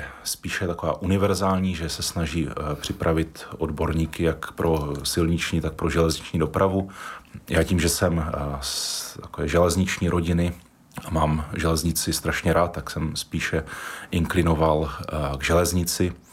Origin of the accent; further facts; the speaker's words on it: Ostrava, Moravian-Silesian Region, Czechia; born there; Já jsem se narodil v Bartovicích, no dneska tam žijí moji rodiče.